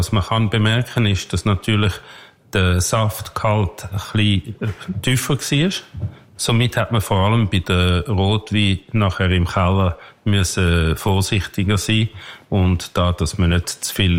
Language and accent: German; Herliberg, Zurich, Switzerland; also born or lived in Basel; Ich bin ein Zürcher Bürger, mit einem Viertel Berner Blut und in Basel geboren, also richtige Deutsch-Schweizer Mischung. Und aufgewachsen in Herliberg, tatsächlich an der Goldküste, ab ganz oben.